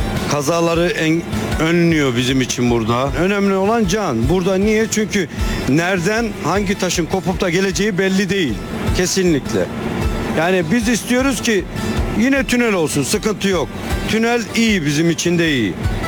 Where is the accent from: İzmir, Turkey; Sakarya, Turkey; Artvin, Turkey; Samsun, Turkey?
Artvin, Turkey; Artvin merkezde büyüdüm. Buralıyım.